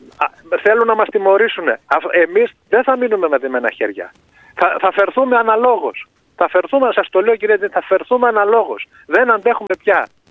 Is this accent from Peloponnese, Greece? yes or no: no; Thermi, North Aegean, Greece; Στο χωριό μου στη Θερμή